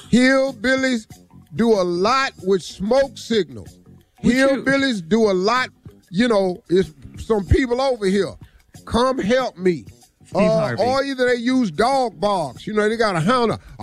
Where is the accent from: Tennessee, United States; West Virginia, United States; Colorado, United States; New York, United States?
West Virginia, United States; Welch; born or raised there